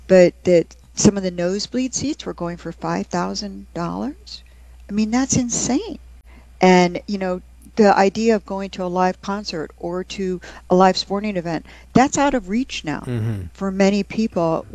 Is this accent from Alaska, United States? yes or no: no; Detroit, Michigan, United States; I'm a child of the 1970s, and I became an economist because I grew up in Detroit.